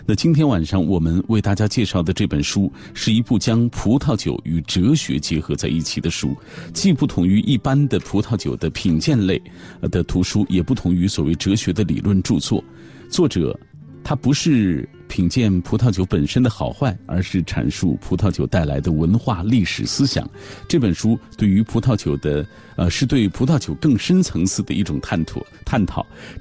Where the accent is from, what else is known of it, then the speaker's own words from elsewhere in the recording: China; 我们中国人有一句话说，小酒怡情，大酒伤身